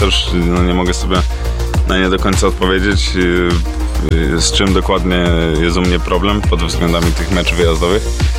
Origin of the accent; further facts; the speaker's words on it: Tarnów, Lesser Poland, Poland; Janusz Kołodziej jest z Tarnowa, ja tak samo jestem z Tarnowa i od dziecka był tak samo moim idolem